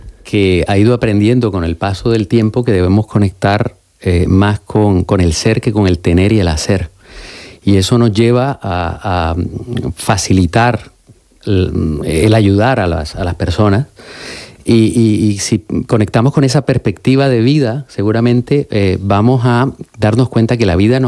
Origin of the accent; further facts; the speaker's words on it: Barranquilla, Atlántico, Colombia; born there; moved away; Yo nací en Barranquilla, Colombia.